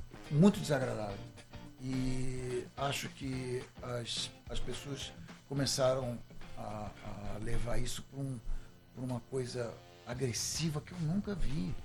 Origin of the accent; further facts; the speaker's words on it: Rio de Janeiro, Brazil; Eu sou carioca, eu sou carioca. Eu posso ser cidadão honorário...